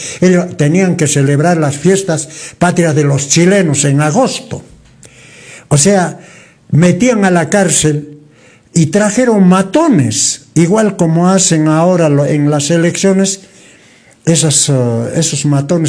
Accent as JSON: {"language": "Spanish", "country": "Peru", "said": "los peruanos, los que amamos la patria"}